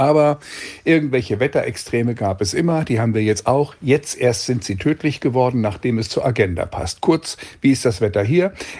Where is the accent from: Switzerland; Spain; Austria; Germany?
Germany; Lower Saxony; moved away; das erinnert mich an meine Kindheit noch in Niedersachsen